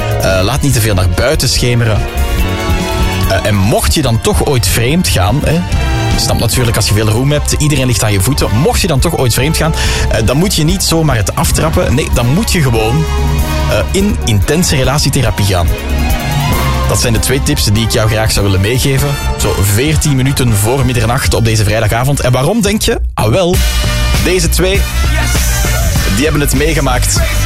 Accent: Maaseik, Flanders, Belgium; ik ben zelf afkomstig van Mazeik. Dat is een beetje het equivalent, toch wel, in België, dat we hebben voor Maastricht in Limburg.

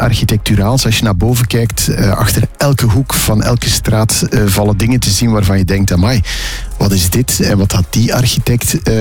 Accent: Ghent, Flanders, Belgium; want ik ben opgegroeid aan de Dampoort, moet je weten. Dat is eigenlijk aan de haven van Gent.

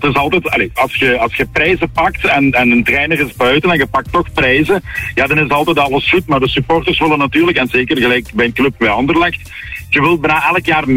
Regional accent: Limburg, Netherlands; Ik probeer vaak te gaan kijken. Ik kom van Limburg.

